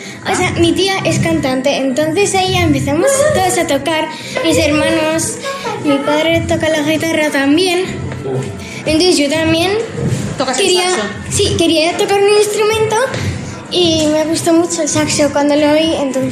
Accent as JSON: {"language": "Spanish", "town": "San Sebastián", "region": "Basque Country", "country": "Spain"}